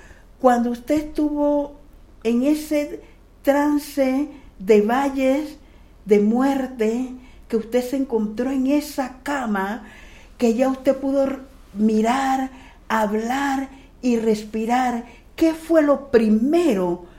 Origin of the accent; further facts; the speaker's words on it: Panama; Yo vengo de Panamá.